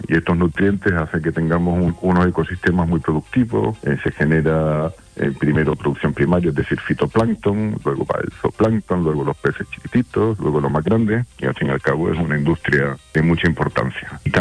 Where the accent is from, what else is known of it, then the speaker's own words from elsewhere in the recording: San Roque, Andalusia, Spain; born there; moved away; Yo parte de mi infancia la pasé en San Roque.